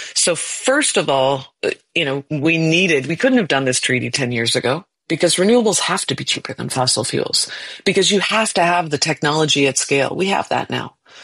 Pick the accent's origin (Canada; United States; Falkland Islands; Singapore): Canada; As a Canadian